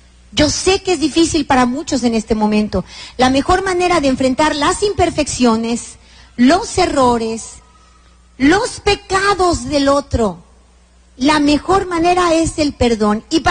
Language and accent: Spanish; Veracruz, Mexico; Yo soy de Veracruz, ¿no? Y allá hablamos con pura grosería